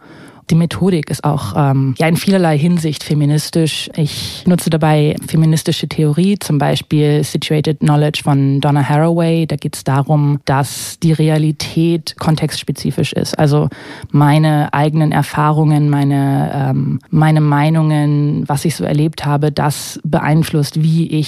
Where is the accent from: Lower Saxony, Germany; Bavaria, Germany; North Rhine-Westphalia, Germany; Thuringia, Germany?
Lower Saxony, Germany; Braunschweig; hier in meiner Heimat